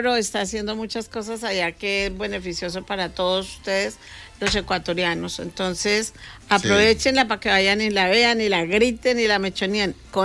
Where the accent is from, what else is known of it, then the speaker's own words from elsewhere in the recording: Colombia; Como saben que soy colombiana